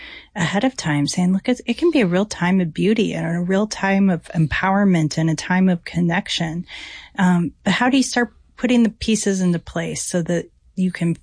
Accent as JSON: {"language": "English", "town": "Darby", "region": "Montana", "country": "United States", "tie": "born or raised there", "said": "I'm a Darby, Montana girl all the way through. My father was a log home builder, owned his own company. And so I grew up the West Fork, riding horses and being a country girl."}